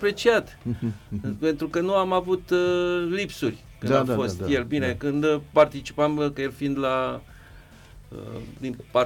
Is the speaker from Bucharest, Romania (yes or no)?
yes; Bucharest, Romania; noi care eram din București, stăm la casă.